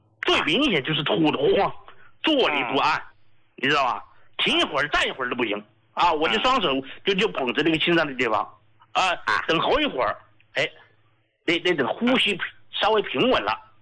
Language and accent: Chinese; Chongqing, China; 哎、你好，胡老，我是重庆的听众啊。